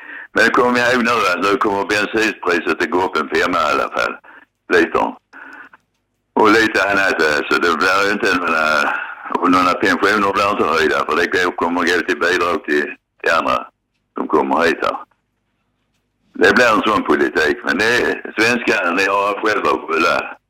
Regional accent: Skåne, Sweden; Nej, jag är inte svensk, jag är skåning.

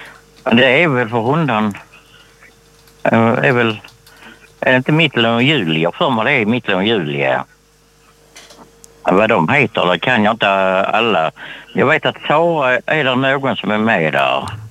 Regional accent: Sweden; jag är uppväxt här uppe i Eskrokarna

